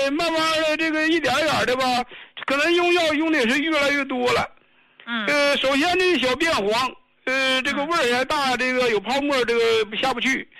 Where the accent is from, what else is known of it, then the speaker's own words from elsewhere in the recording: Shenyang, Liaoning, China; 我家是沈阳的，这个上一次吧是孩子给我买的。